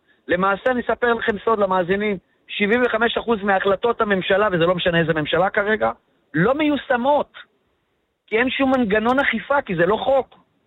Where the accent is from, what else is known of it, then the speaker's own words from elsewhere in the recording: Northern Israel, Israel; אצלנו בצפון